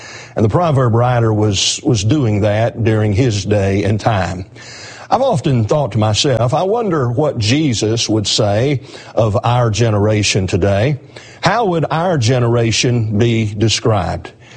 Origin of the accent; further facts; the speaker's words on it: Alabama, United States; I'm from Alabama, so we've got a lot of the South represented today.